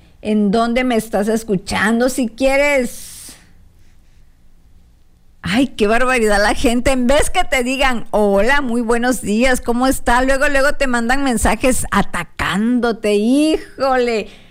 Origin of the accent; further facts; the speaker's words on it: Tabasco, Mexico; que se sienta que somos mexicanos, que somos tabasqueños.